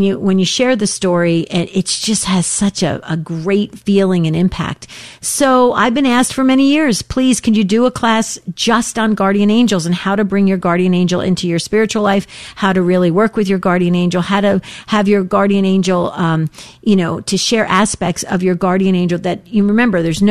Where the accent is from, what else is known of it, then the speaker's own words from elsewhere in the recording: New Jersey, United States; now in Arizona, United States; I grew up in New Jersey